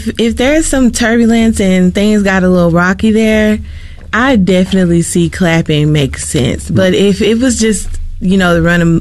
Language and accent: English; Southern United States, United States; And as a Southerner, I'm sure some people will be in uproar about this.